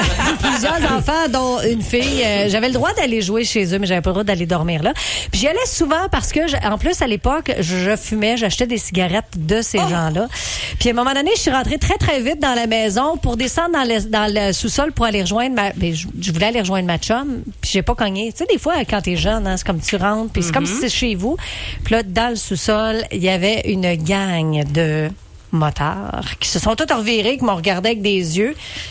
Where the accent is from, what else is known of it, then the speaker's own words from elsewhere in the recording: Sainte-Rosalie, Quebec, Canada; born there; moi, je viens de Sainte-Rosalie